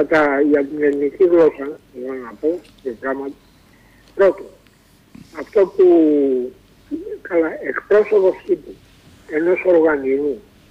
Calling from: Cholargos, Attica, Greece; είμαι από το Χολαργό

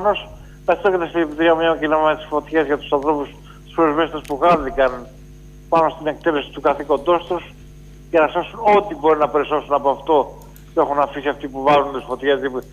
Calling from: Piraeus, Attica, Greece; από το Πειραιά.

